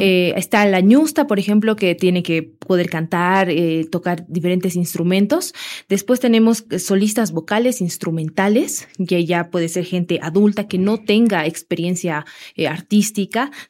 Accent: Bolivia; apoyar como bolivianos

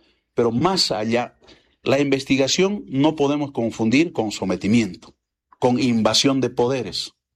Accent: Bolivia; ¿Para qué servimos los bolivianos?

